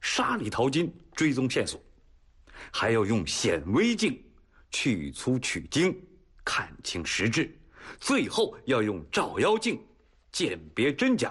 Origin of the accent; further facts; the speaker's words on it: Guangdong, China; 我们广东人善于用文火炖老母鸡